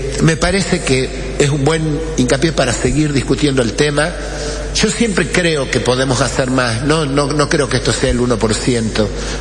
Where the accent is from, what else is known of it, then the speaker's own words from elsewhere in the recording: San Martín, Salta, Argentina; Yo vengo de San Martín, uno de los departamentos junto a Rivadavia, con la mayor extensión territorial fronteriza con el Estado Plurinacional de Bolivia.